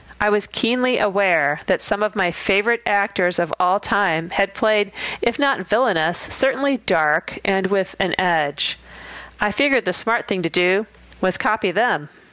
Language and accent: English; Modesto, California, United States; And I grew up in Modesto. Modesto is a shit-kicker town.